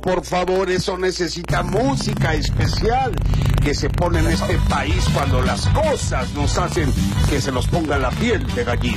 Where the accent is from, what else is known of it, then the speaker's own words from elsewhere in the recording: Mexico; yo nunca me he educado en Europa donde son tan fríos y soy mexicano de estos que me emociono tanto y viva México